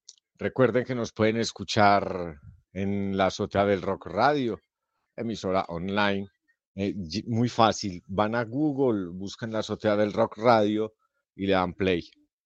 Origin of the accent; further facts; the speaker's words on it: Fredonia, Antioquia, Colombia; nosotros somos de La Vereda, nosotros somos de un pueblo, somos de Fredonia, Antioquia, que está ubicado en el suroeste antioqueño. Tierrita de café, tierrita parrandera, tierra buena para vivir sin meterse con la gente